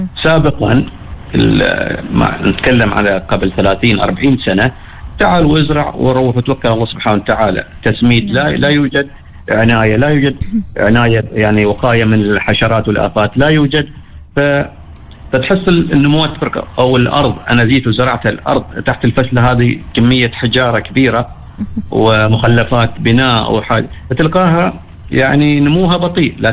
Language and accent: Arabic; Oman; عندنا في عمان